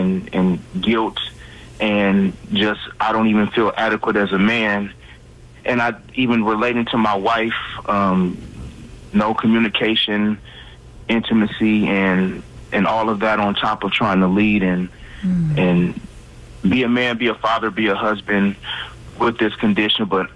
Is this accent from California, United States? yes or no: yes; California, United States; I'm from California. I was diagnosed a few years ago back in California.